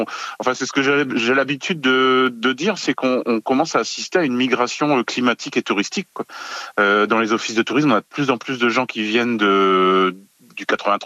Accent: Hauts-de-France, France; parce que pour chez nous, dans le Nord, quand il pleut pas pendant 2 ou 3 mois, c'est quand même exceptionnel.

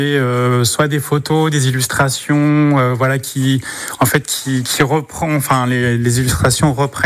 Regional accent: Normandy, France; et en même temps faire découvrir ma région, parce qu'en fait moi je suis normand

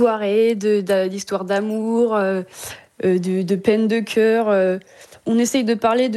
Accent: Noirmoutier, Pays de la Loire, France; on a tous 24 ans. On vient de Vendée, de la côte, vers Saint-Gilles-Croix-de-Vie, Noirmoutier.

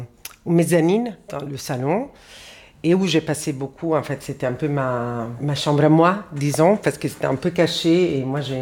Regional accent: Rome, Lazio, Italy; Moi, j'ai grandi à Rome et j'étais adolescente, disons, dans les années 90

